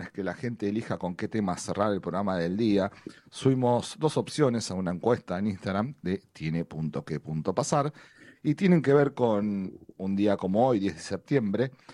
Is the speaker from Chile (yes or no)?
no; Casilda, Santa Fe, Argentina; born there; en Casilda, en mi ciudad natal, ahí a unos 50 kilómetros de Rosario, en provincia de Santa Fe